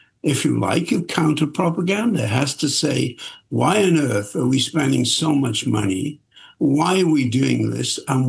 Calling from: Cardiff, Wales, United Kingdom; I mean, I'm speaking from Cardiff. They're making a new armored vehicle, the Ajax, in Merthyr Tydfil, a short distance from me as I speak.

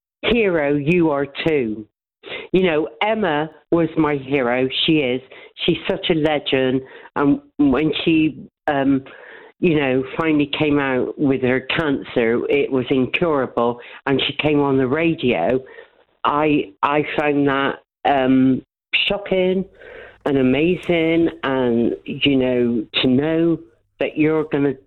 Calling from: Bristol, South West England, United Kingdom; But though I'm calling from Downend in Bristol, I'm actually under South Gloucestershire County.

